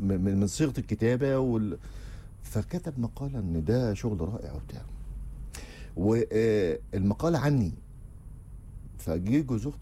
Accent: Mansoura, Dakahlia, Egypt; أنا من المنصورة

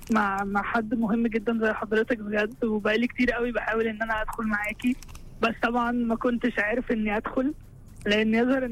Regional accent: Syria; انا سوري اتلخبطت ما بين استاذ حمايه واستاذ

